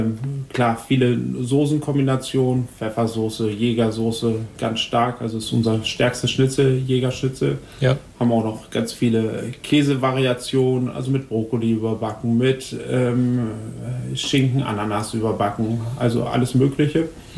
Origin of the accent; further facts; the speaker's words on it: Braunschweig, Lower Saxony, Germany; moved away as an adult; also born or lived in Hoyerswerda / Juist; now in Lautenthal, Germany; Ich komme ursprünglich aus Hoyerswerda, bin in Braunschweig groß geworden